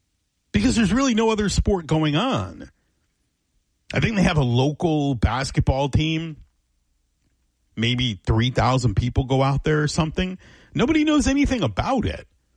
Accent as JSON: {"language": "English", "country": "United States", "said": "As an American citizen"}